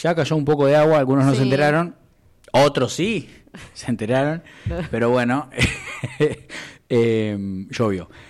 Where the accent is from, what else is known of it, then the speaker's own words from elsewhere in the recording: Argentina; nosotros como argentinos